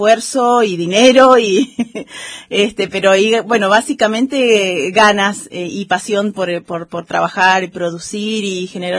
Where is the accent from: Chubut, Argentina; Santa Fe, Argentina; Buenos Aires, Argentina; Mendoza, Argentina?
Chubut, Argentina; Esquel; born there; yo soy nacida acá en Esquel, toda mi familia vive acá en Esquel y tenemos una chacra allá en Costa del Chubut. Estamos a 10 kilómetros del cerro y muy muy cerquita de lo que es Fofocahuel.